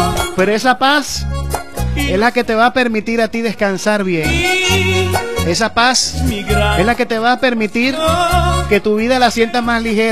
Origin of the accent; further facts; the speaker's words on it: Ciudad Guayana, Bolívar, Venezuela; born there; soy egresado del Santísima Trinidad allá en Unare, Liceo Santísima Trinidad.